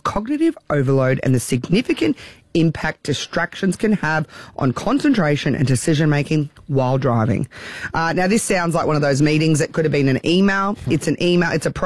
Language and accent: English; Mullaney, Queensland, Australia; I grew up 100 acres in Mullaney, in a Land Cruiser, old ute, manual